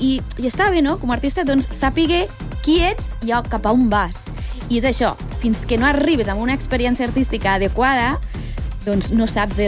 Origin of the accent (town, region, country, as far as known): Lleida, Catalonia, Spain